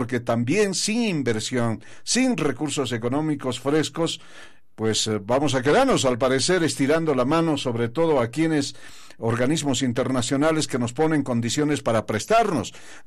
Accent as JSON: {"language": "Spanish", "region": "Potosí", "country": "Bolivia", "said": "Y los potosinos ya sabemos sobre los riesgos de estos arbitrajes."}